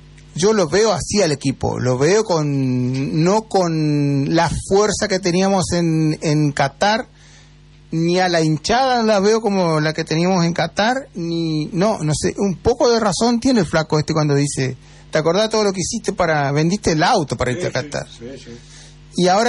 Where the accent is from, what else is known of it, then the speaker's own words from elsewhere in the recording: Argentina; ganamos como argentinos